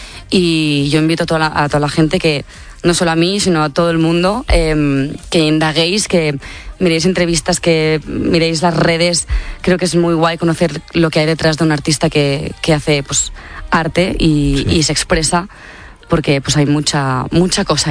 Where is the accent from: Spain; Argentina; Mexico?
Spain; Tiana, Catalonia; Yo soy de Barcelona, bueno, de Tiana, en realidad, de un pueblo de alrededores, del Maresma.